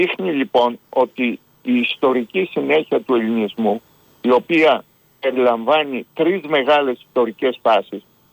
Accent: Greece

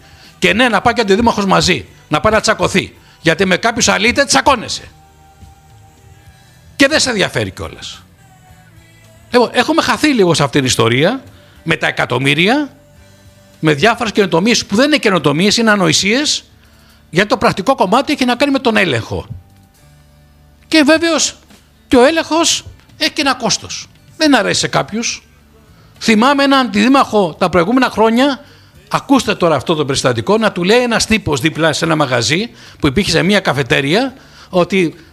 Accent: Rhodes, South Aegean, Greece; εγώ γεννήθηκα στην Μεσσωνική πόλη, μεγάλωσα στη Μεσσωνική πόλη.

